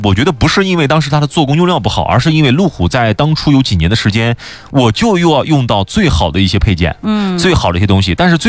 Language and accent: Chinese; China; 尤其是我们中国人啊